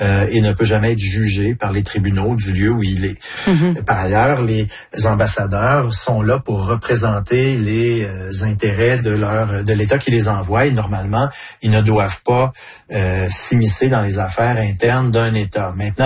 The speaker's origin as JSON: {"language": "French", "country": "Canada", "said": "chez nous au Canada"}